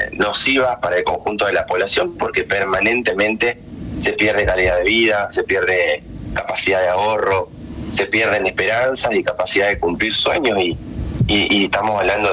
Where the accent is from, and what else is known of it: Argentina